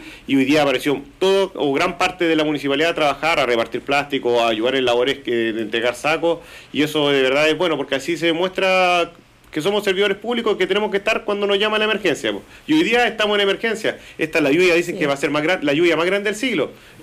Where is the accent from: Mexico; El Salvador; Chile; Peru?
Chile; como somos chilenos y somos sudamericanos